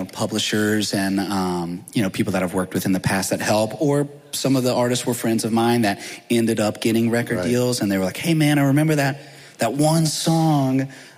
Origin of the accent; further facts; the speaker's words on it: Baton Rouge, Louisiana, United States; now in Nashville, United States; did grow up in Louisiana, and I feel like it definitely seeps into the music a little bit. I love where I grew up in Baton Rouge